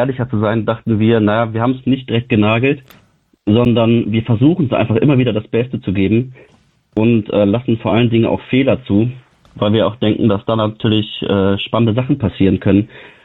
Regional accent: Bonn, North Rhine-Westphalia, Germany; ich bin der Schlagzeuger der Band. Wir kommen beide aus Bonn, haben Musik studiert, ich in Osnabrück und Köln.

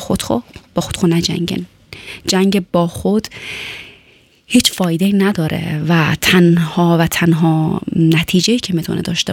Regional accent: Afghanistan; هیچ وقت نگفتیم که ما افغانستانی هستیم. ما شرق و غرب و شمال و جنوب نداریم.

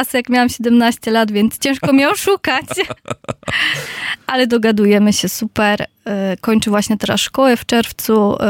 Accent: Boguszów-Gorce, Lower Silesian Voivodeship, Poland; now in near Alzey, Germany; Z Dolnośląskiego, Boguszów Gorce, najwyżej położony rynek w Europie.

